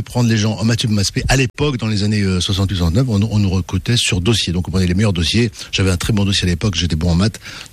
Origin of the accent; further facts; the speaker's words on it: Paris, Île-de-France, France; Parce que moi, je venais de Paris.